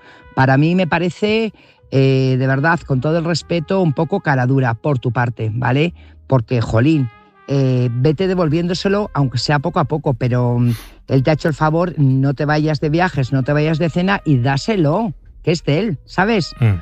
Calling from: Burgos, Castile and León, Spain; Buenas noches … corresponsal de Burgos.

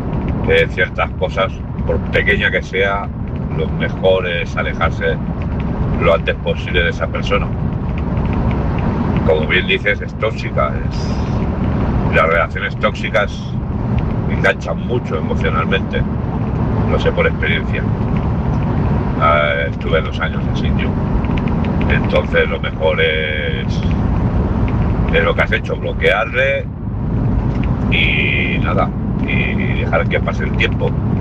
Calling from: Barcelona, Catalonia, Spain; de Barcelona, pero como siempre en ruta por España con mi camión.

